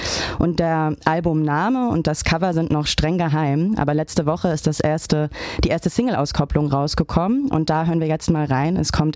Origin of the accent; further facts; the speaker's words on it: Mecklenburg-Vorpommern, Germany; und kurze Zeit später dann auch in meinem Heimatbundesland in Mecklenburg-Vorpommern.